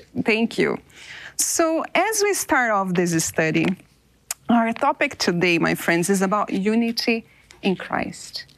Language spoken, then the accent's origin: English; São Paulo, Brazil; moved away; also born or lived in Uganda / Italy; I grew up in Brazil, in São Paulo. It's a very big city, very cosmopolitan, people from all over the world.